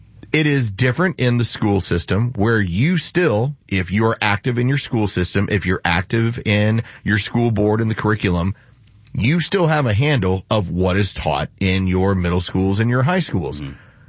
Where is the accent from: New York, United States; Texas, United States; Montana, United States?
Texas, United States; growing up in Texas